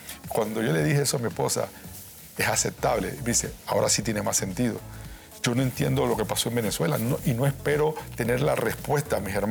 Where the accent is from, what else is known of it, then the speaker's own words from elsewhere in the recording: Panama; Nosotros como panameños